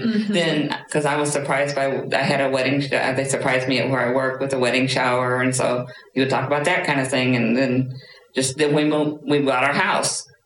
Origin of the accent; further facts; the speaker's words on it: Missouri, United States; born there; No, I was born down in Missouri.